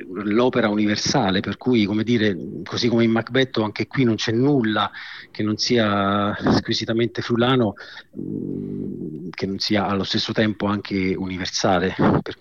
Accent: Sardinia, Italy; io poi sono sardo e in qualche modo ho riscritto il Macbeth di Shakespeare in sardo

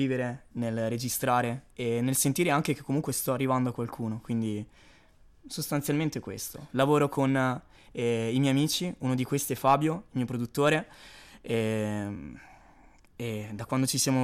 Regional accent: Trento, Trentino-Alto Adige, Italy; also born or lived in Apulia; vengo da Trento, di origine pugliese in realtà

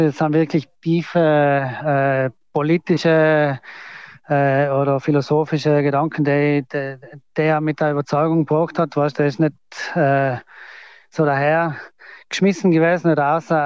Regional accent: St. Johann in Tirol, Tyrol, Austria; der Markus, der Höhner und ich sind alle von St. Jan.

